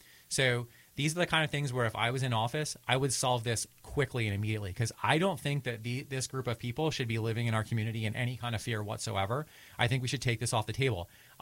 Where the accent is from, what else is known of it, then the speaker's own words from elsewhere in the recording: Philadelphia, Pennsylvania, United States; moved away as an adult; also born or lived in Middle East; I've spent more of my life in the Middle East than in my hometown of Philadelphia in my adult life.